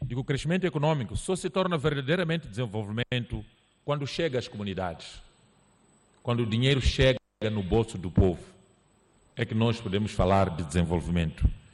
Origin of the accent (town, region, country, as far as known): Mozambique